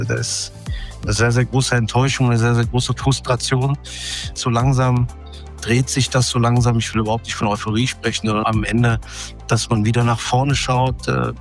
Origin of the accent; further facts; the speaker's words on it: Aachen, North Rhine-Westphalia, Germany; born there; Ich bin gebürtig aus dem Rheinland in Aachen.